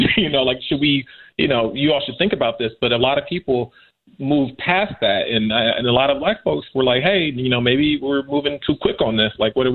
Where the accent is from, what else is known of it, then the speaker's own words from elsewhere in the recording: Michigan, United States; now in Washington, D.C., United States; my home state of Michigan